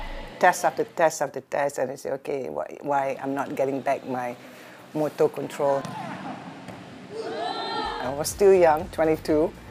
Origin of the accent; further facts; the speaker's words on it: Malaysia; English is a second language; I'm from Malaysia. I'm 56 years old and I'm currently working as a lecturer in the sports faculty here in Malaysia, Kuala Lumpur.